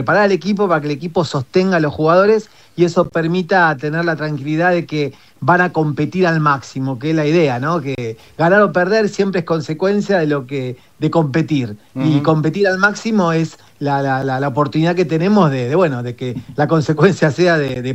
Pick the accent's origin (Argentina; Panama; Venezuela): Argentina